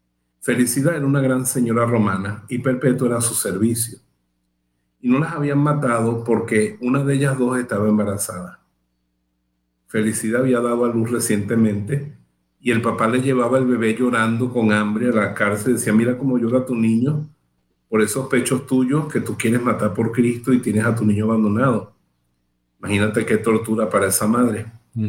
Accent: Chihuahua, Mexico; Porque yo soy muy de Chihuahua.

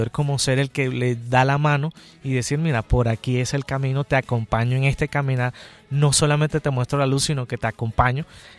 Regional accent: Barranquilla, Atlántico, Colombia; moved away as an adult; now in Bogotá, Colombia; yo era profesor en ese tiempo de un colegio en Barranquilla, sí. Pues soy de Barranquilla, por allá

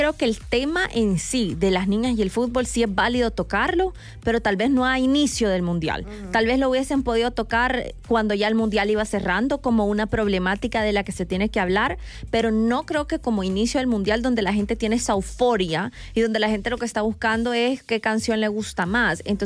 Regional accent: Mexico; yo creo que como mexicano querías algo que te representara

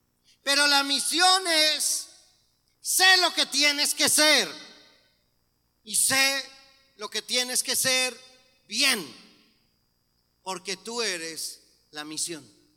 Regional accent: Colombia; En mi país, en la ciudad de Bogotá, Colombia

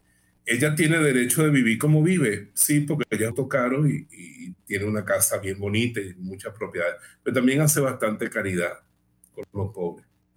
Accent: Bejuma, Carabobo, Venezuela; born or raised there

